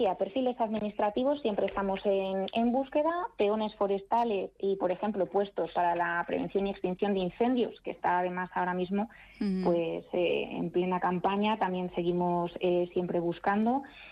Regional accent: León, Castile and León, Spain; Yo siempre en España, porque además yo soy del norte, de León, que me encanta mi ciudad y siempre que puedo vuelvo.

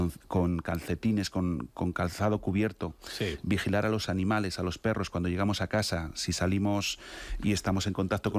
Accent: Castile and León, Spain; born or raised there; moved away

